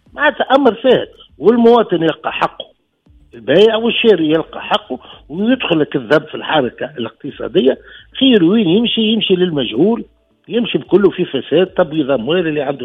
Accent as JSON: {"language": "Arabic", "country": "Tunisia"}